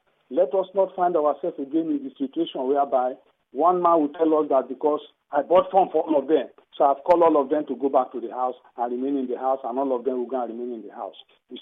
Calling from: Yenagoa, Bayelsa, Nigeria; I'm calling you from Yenegua.

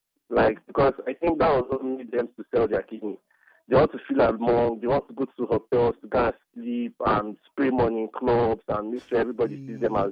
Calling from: Ogbogoro, Rivers, Nigeria; I'm calling from Ogbogoro.

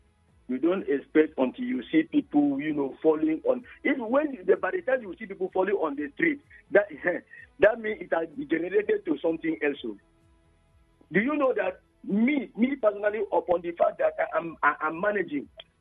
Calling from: Nigeria; I'm calling from Edeme.

